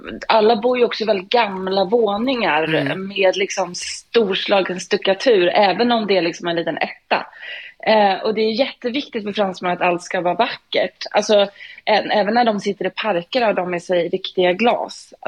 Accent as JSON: {"language": "Swedish", "country": "Sweden", "moved": "yes", "lives_now": "Paris, France", "said": "som svensk är man ju van vid att parker liksom har någon form av vattenhål"}